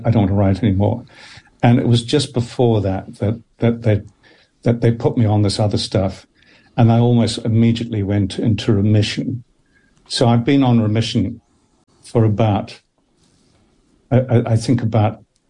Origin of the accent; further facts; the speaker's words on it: Dunedin, Otago, New Zealand; I mean, I grew up in Dunedin, and in Dunedin, you never really imagined that you would have a career on the screen of one kind or another.